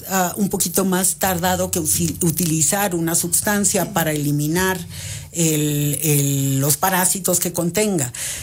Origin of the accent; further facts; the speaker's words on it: Tabasco, Mexico; Lo que pasa es que allá en mi pueblo dirían, en Tabasco, que hace tanto calor, todo lo que esté frío vale más.